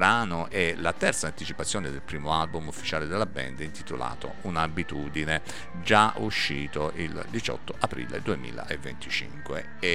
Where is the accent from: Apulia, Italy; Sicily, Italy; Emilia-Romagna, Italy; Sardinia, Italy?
Apulia, Italy; essendo pugliesi, vogliamo dar linfa appunto a quelle che sono le produzioni che avvengono qui da questa nostra terra